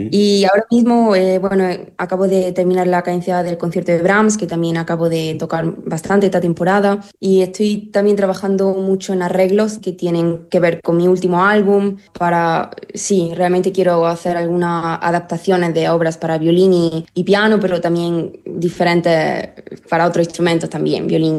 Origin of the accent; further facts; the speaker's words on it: Granada, Andalusia, Spain; yo vengo de Granada, que tenemos la Alhambra